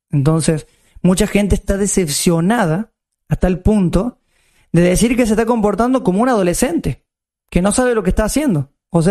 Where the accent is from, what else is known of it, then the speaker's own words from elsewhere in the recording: Córdoba, Argentina; born there; Córdoba, donde yo nací